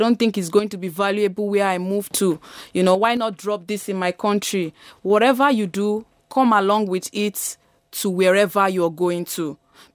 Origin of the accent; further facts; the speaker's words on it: Nigeria; now in Vienna, Austria; Because regardless of the fact that I'm Nigerian, they would still impute there that it was done in Vienna. It was done in Austria.